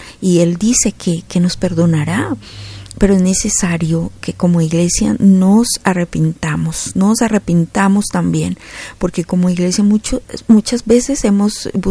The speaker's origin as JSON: {"language": "Spanish", "country": "Colombia"}